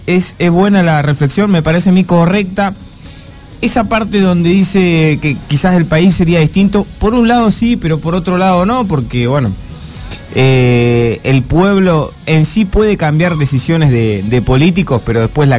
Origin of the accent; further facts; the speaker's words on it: Argentina; nosotros como pueblo argentino